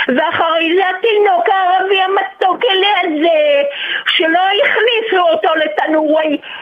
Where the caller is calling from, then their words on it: Bnei Brak, Tel Aviv District, Israel; אני חרדית בבני ברק.